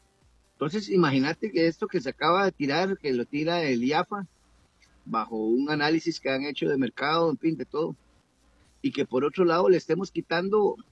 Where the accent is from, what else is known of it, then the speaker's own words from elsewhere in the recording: Hatillo, Puerto Rico; Alexei y yo, que somos de Atillo